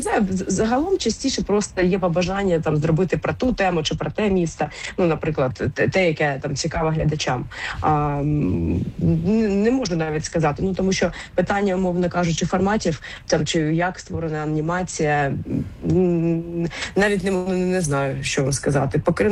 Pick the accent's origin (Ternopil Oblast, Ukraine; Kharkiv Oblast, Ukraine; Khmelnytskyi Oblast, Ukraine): Kharkiv Oblast, Ukraine; Kharkiv; Я сама з Харкова родом